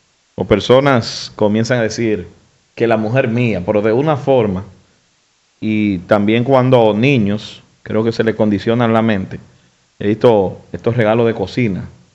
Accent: Dominican Republic

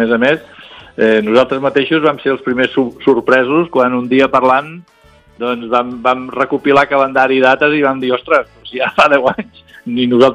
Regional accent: Valls, Catalonia, Spain; nosaltres tots quatre som de Valls, a l'Alt Camp

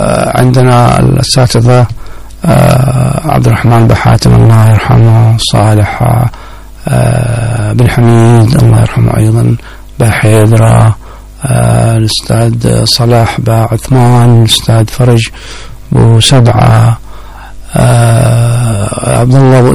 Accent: Mukalla, Hadhramaut, Yemen; born there

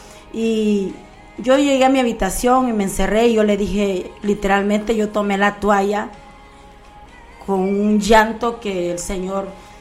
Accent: Honduras; moved away; Casa Salén, en Honduras, y luego se bautizó para un mes de marzo, por ahí. Y luego, en mayo nos venimos de Honduras. Venimos de Honduras

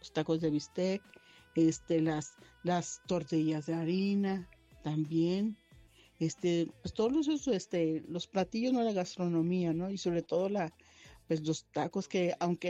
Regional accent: Tamaulipas, Mexico; ese orgullo que nos da a todos los tamaulipecos, es decir, yo soy de Tamaulipas, mucha honra, con mucho orgullo.

